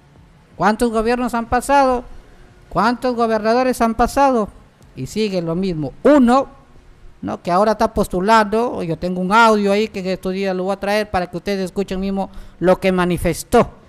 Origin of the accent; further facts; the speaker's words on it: Piura, Peru; somos todos los piuranos